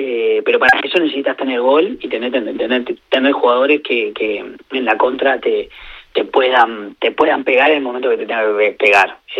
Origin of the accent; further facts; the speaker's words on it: Uruguay; nosotros siendo uruguayos tenemos la obligación de con España tener que estar ahí mandando en el grupo.